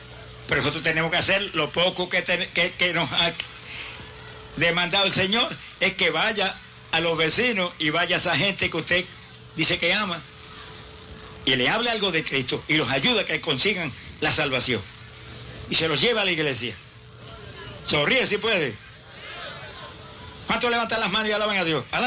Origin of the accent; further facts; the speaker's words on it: Camuy, Puerto Rico; en mi pueblo de Camuy, allá en Puerto Rico.